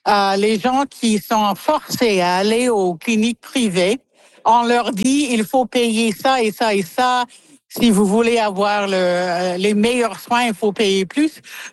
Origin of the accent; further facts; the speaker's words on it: Saskatchewan, Canada; moi je viens de la Saskatchewan, qu'est-ce qui arrive en Saskatchewan